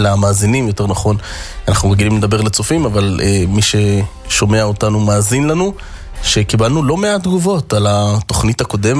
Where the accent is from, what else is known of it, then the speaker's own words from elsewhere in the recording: Jerusalem, Jerusalem District, Israel; אני גדלתי בשכונת בתי הונגרים, שזה חלק ממאה שערים, אתה יודע, כל האזור שם נקרא מאה שערים, אבל השכונה הספציפית שבה אני גדלתי זה שכונת בתי הונגרים. גדלתי להורים שלא נולדו שם, הם לא גדלו שם